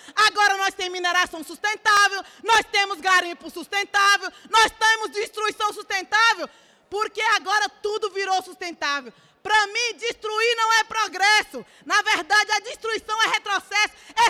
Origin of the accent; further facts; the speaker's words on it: Minas Gerais, Brazil; nós que estamos e somos do estado de Minas Gerais